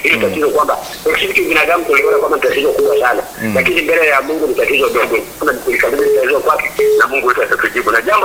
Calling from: Iringa, Tanzania; wa Iringa, lakini kwa sasa hivi niko huku Moshi wilaya Same Suji

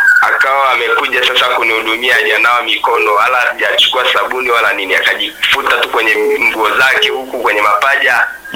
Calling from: Marangu, Kilimanjaro, Tanzania; natokea mkoani Kilimanjaro.

